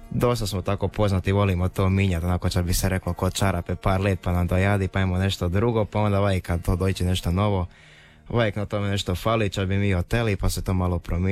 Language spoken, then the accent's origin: Croatian; Šmrika, Primorje-Gorski Kotar County, Croatia; moj Nonić nas je odgojil na moru, na barkami, u jednoj lipoj uvalici, dali kod nas u Šmriki